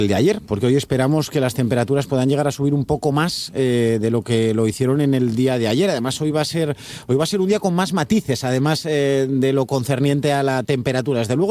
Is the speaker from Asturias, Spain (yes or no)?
yes; Asturias, Spain; Claro, somos protestones, los asturianos, pues somos repunantucos, entonces protestamos siempre por todo